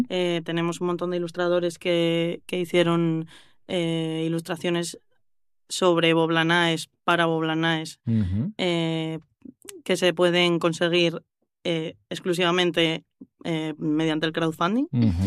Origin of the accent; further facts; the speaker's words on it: Llanera, Asturias, Spain; No, no, yo soy de Llanera, soy de Aosta total. Ya me siento felguerina del todo.